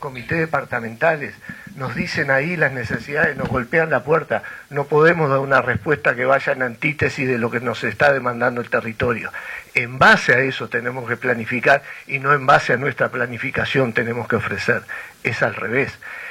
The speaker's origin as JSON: {"language": "Spanish", "country": "Uruguay"}